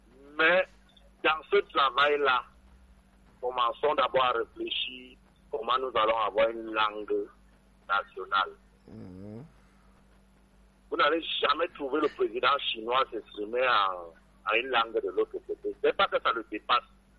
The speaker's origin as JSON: {"language": "French", "country": "Cameroon"}